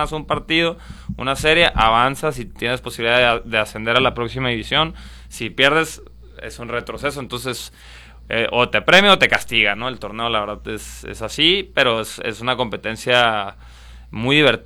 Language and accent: Spanish; Hermosillo, Sonora, Mexico; Pues yo crecí aquí, yo nací aquí en Hermosillo, Sonora, mi familia pues es de aquí de Hermosillo